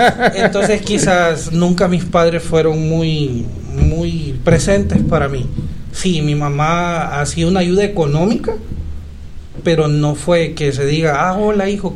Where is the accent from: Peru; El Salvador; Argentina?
El Salvador; Sesori, San Miguel; Yo soy de Sesori.